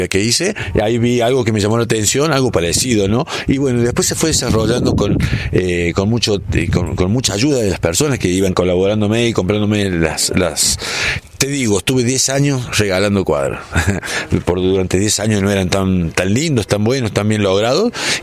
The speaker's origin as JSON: {"language": "Spanish", "town": "Río Cuarto", "region": "Córdoba", "country": "Argentina", "tie": "born or raised there", "moved": "yes", "lives_now": "Merlo, Argentina", "said": "Mi pueblo natal, mi querido Río Cuarto."}